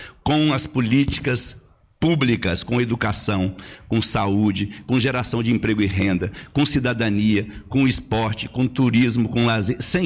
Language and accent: Portuguese; Cariacica, Espírito Santo, Brazil; Eu sou de Cariacica, conheço bem a realidade do Espírito Santo